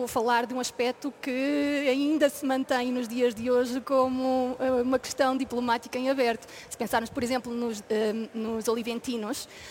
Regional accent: Viseu, Centro, Portugal; Sou de Viseu

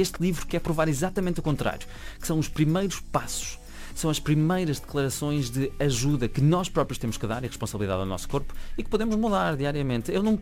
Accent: Chaves, Norte, Portugal; eu sou de uma cidade pequenininha do norte, sou de Chaves, nós somos flavientes, temos uma dieta atlântica

